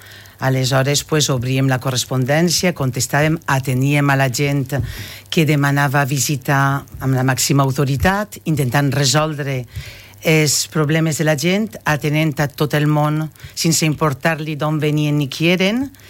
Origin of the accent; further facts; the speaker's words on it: L'Alqueria de la Comtessa, Valencian Community, Spain; he vist créixer aquesta ciutat d'una manera tan bonica que, aunque soc de l'Alqueria de la Condesa, pues, me sent part de Gandia.